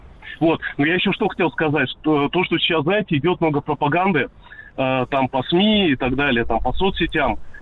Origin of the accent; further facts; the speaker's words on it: Ural, Russia; born there; Вот хотел сказать, что я родился в Советском Союзе, на Урале.